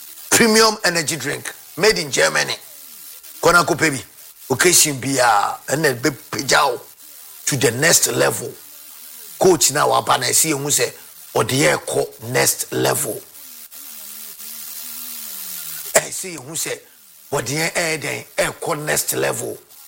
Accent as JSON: {"language": "English", "country": "Ghana", "said": "u think, say, as a Ghanaian, I will follow the blasters of Ghana?"}